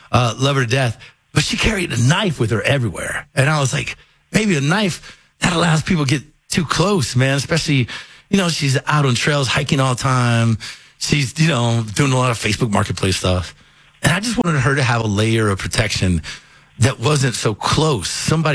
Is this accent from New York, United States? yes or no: no; Kentucky, United States; now in Denver, United States; I grew up in Kentucky. I was always raised around guns.